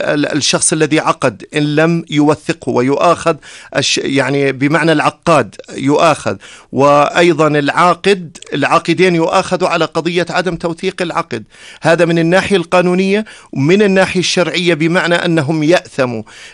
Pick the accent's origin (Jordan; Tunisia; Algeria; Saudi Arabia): Jordan; ونحن من فضل الله عز وجل ومما من الله عز وجل علينا به في بلدنا الأردن